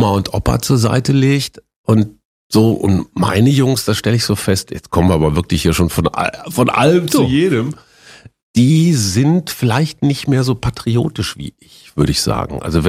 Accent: Münster, North Rhine-Westphalia, Germany; born or raised there

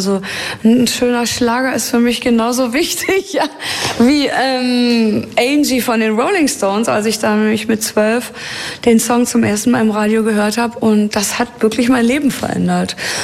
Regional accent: Hagen, North Rhine-Westphalia, Germany; Und zwar war das in meiner Heimatstadt in Hagen in einem Jugendheim.

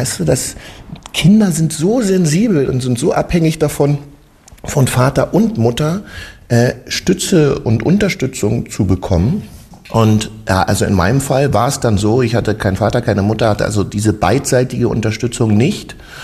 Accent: Germany; Da gab es ja jetzt noch nicht so bei uns in der DDR Videos und so, aber um mal zu verraten, wir haben schon Möglichkeiten gehabt

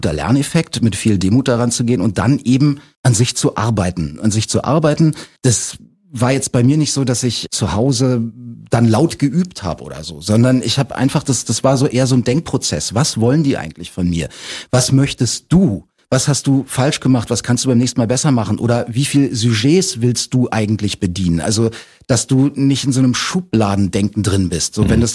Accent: Berlin, Germany; born or raised there

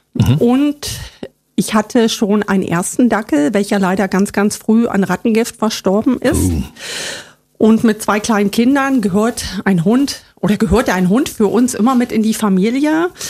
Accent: Saxony-Anhalt, Germany; Ja, ich bin ein Kind des Ostens. Ich, ja, bin im Osten groß geworden.

